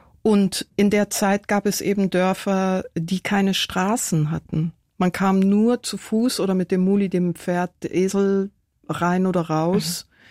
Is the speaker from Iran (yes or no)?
yes; Tehran, Tehran Province, Iran; moved away; also born or lived in Manhattan / Kabul; Von meinen späteren Wohnsitzen in vielen verschiedenen Ländern konnte ich als kleines Mädchen in Teheran nur träumen.